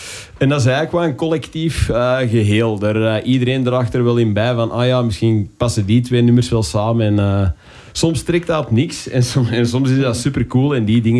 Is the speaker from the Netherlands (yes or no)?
no; Kessel, Flanders, Belgium; Wij komen uit Kessel, Beersen.